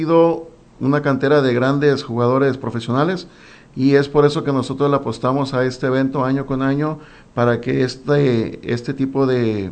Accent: Santiago Ixcuintla, Nayarit, Mexico; now in Tepic, Mexico; Sí, pues yo soy nuevo aquí en Tepic, ¿no? Yo soy de Santiago Escuintla, no conocía en la edad infantil el torneo

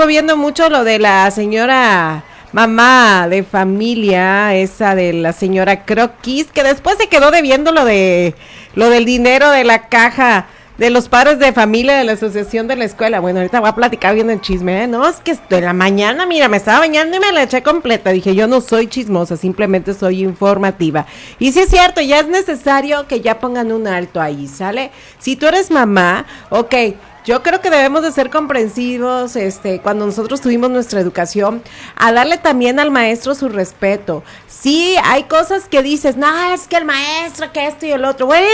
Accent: Nayarit, Mexico; somos mexicanos y sobre todo nayarita

